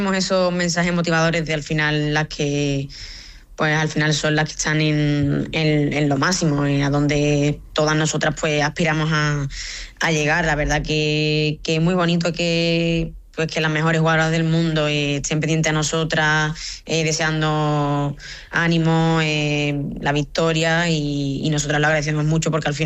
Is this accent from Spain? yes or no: yes; Rota, Andalusia, Spain; Rota, mi pueblo, siempre me he sentido muy, muy querida y pues a ver qué te digo, el sitio donde he nacido, donde me he criado, donde pues he ido creciendo tanto futbolísticamente como personalmente y nunca me falta apoyo de allí.